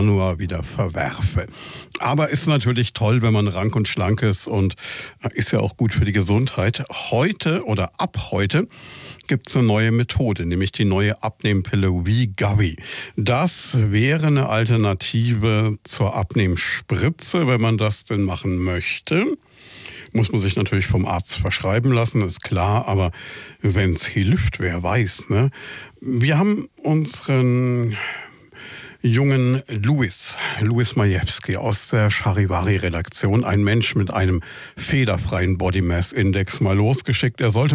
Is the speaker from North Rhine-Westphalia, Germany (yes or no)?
no; Würzburg, Bavaria, Germany; Ja, ich versau den natürlich ein bisschen als Würzburger und Angehöriger der knapp 9%, aber da muss man durch.